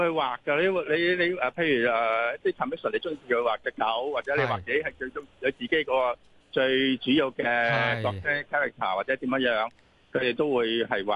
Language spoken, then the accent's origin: Cantonese; Hong Kong; 我哋香港人都有幾個資深嘅 cosplay 嘅前輩咧